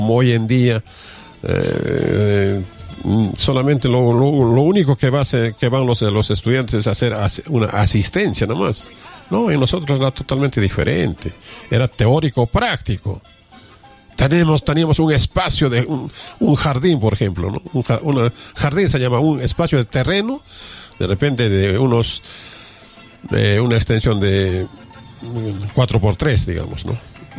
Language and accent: Spanish; Arequipa, Peru; tenemos que ubicarnos como ciudadanos arequipeños